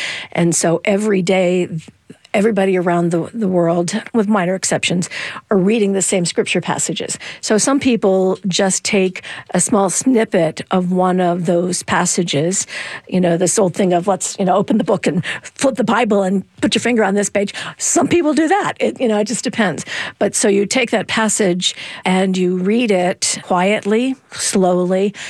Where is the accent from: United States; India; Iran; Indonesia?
United States; Latrobe, Pennsylvania; I'll send you to my hometown, Latrobe, Pennsylvania.